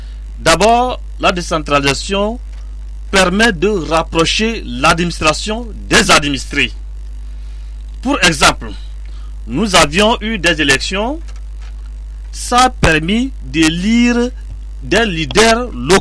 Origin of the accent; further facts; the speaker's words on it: Togo; notre pays le Togo